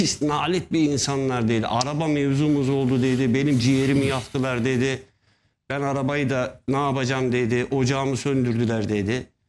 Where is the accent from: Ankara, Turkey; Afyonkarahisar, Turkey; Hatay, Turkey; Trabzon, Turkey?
Ankara, Turkey; Ben doğma büyüme Ankaralıyım ben.